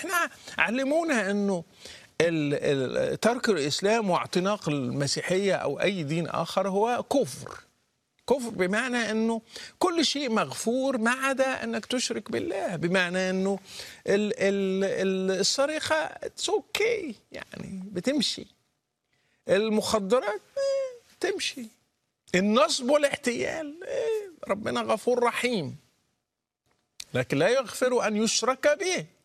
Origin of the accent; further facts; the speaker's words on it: Morocco; أنا بتذكر أول رمضان لم أصمه، لأنه كان عندنا في المغرب فكرة من ضمن التخويف